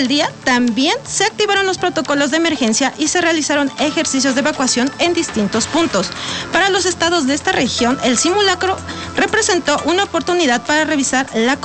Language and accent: Spanish; Mexico; cada uno de los que somos mexicanos.